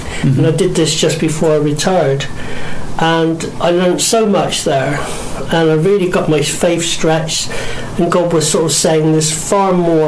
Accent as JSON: {"language": "English", "town": "Plymouth", "region": "South West England", "country": "United Kingdom", "also_born_or_lived": "Bristol", "moved": "yes", "said": "No, you can tell from my accent. I come from originally from Plymouth."}